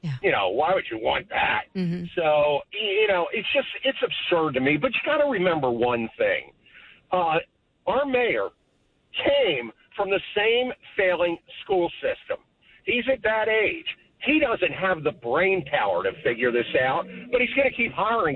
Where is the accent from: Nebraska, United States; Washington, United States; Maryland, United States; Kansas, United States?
Maryland, United States; Baltimore; I grew up in Baltimore City. I went to an excellent school in Poly.